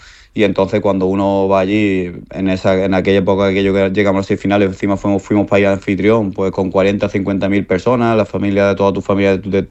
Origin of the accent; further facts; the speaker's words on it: Málaga, Andalusia, Spain; yo nací en Málaga, soy malagueño, me creció en Málaga, mi madre es malagueña.